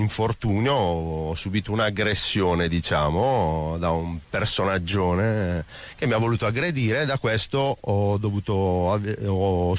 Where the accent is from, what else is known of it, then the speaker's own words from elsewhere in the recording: Brescia, Lombardy, Italy; also born or lived in Apulia; In realtà sono nato al sud, ma ho sempre vissuto comunque a Brescia